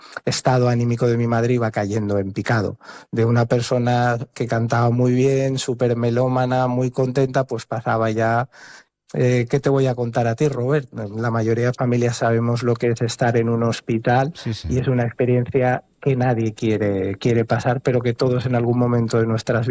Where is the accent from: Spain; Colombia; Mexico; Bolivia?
Spain; Valencia, Valencian Community; En mi caso estuve acompañando, somos de Valencia, y estuve acompañando a mi madre enferma con un cáncer de colon en el hospital La Fe de Valencia.